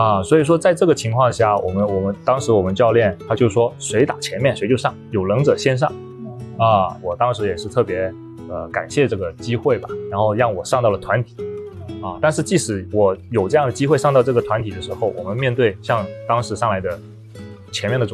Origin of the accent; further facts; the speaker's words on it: China; 作为一个中国人